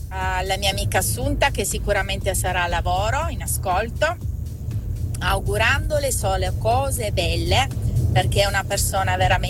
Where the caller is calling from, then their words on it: Caselle Torinese, Piedmont, Italy; da Caselle Torinese.